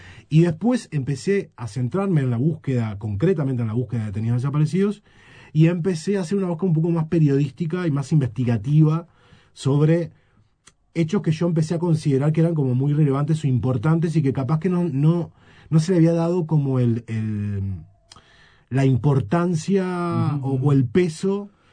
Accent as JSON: {"language": "Spanish", "town": "Rodríguez", "region": "San José", "country": "Uruguay", "tie": "born there", "moved": "yes", "said": "Yo vengo del interior, soy de Rodríguez, del departamento de San José, un pueblo del departamento de San José."}